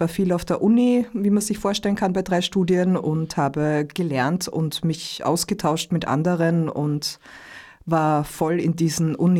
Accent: Vienna, Austria; Im 22. Bezirk in Wien.

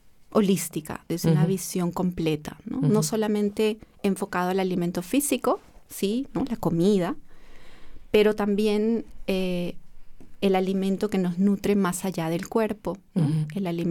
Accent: Peru; moved away; El volver a mi tierra y a mis raíces

